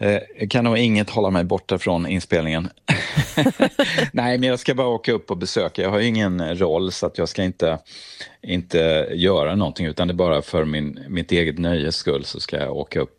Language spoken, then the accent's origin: Swedish; Ronneby, Blekinge, Sweden